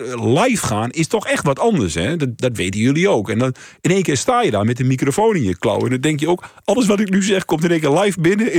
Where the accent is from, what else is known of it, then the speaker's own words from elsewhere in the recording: Glanerbrug, Overijssel, Netherlands; ik kom uit Glanerbrug, klein dorpje van niks eigenlijk, tussen Enschede en Duitsland.